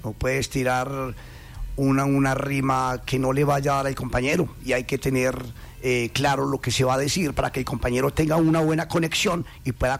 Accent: El Carmen de Viboral, Antioquia, Colombia; born or raised there; moved away as an adult; also born or lived in Medellín; now in Guarne, Colombia

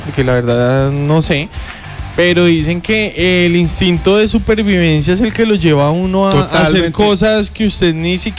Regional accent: Antioquia, Colombia; accent: paisa; now in abroad; verdad sí he perdido un poco el acento paisa. A veces me dicen que si soy de Bogotá, otros me dicen que si soy caleña.

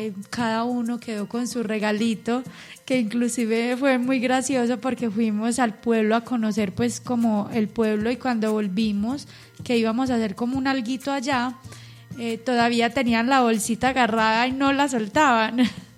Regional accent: Antioquia, Colombia; uno como buen paisa

